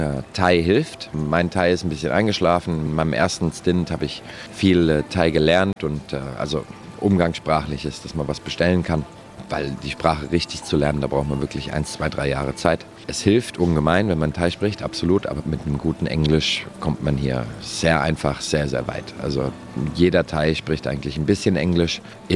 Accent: Germany; now in Thailand; als Deutscher

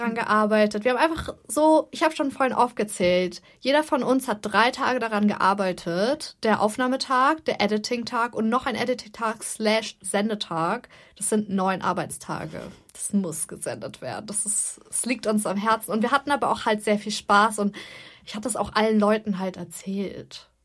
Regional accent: West Germany, Germany; now in Thuringia, Germany; Ich bin Wessi, sorry.

